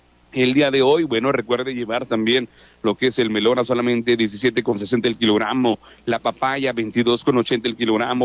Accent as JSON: {"language": "Spanish", "country": "Mexico", "said": "Bueno, pues a toda nuestra gente, como buen mexicano, ¿no?"}